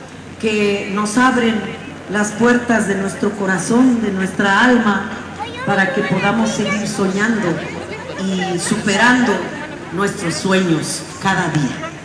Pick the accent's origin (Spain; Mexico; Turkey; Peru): Mexico; Tlaxiaco, Oaxaca; born there; yo agradezco haber nacido y tenido mi ombligo enterrado bajo un maguey aquí en mi pueblo.